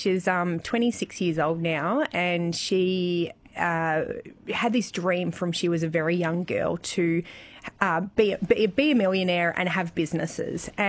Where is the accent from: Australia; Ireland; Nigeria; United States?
Australia; Victoria; Well, I grew up here in Gippsland and then, like most country kids, couldn't wait to explore the world and see all the big stories.